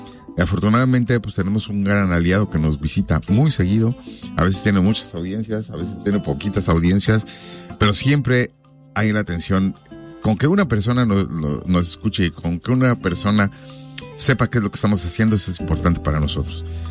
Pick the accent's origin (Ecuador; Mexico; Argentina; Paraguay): Mexico; now in Omaha, United States; que podemos compartir lo que tenemos como mexicanos, porque bueno, pues ya el lugar tradicional y ícono de la ciudad de Omaha es el sur de Omaha